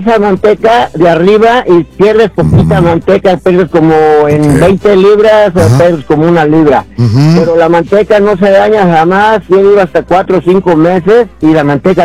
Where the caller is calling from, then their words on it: Huetamo, Michoacán, Mexico; …, hermano, de Huetamo.